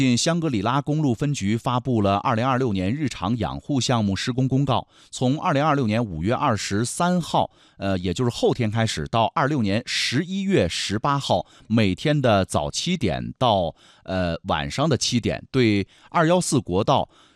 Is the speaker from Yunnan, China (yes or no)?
yes; Yunnan, China; 咱们云南人的专属哨声响了啊！